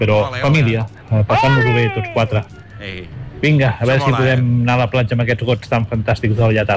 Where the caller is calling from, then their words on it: Vilafranca del Penedès, Catalonia, Spain; de Vilafranca.